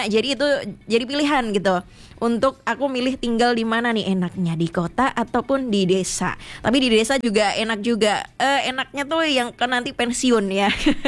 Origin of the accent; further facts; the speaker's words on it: Surakarta, Central Java, Indonesia; now in Jember, Indonesia; Aku kan dari Solo juga nih. Nah, Solo ini menurutku lumayan hektik, udah hektik banget sih.